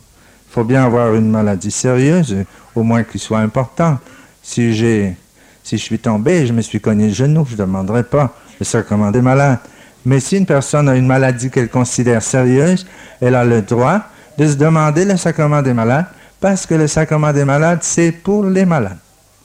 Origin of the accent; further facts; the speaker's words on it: Dominican Republic; au moins chez nous, en République dominicaine, j'étais très malade de tuberculose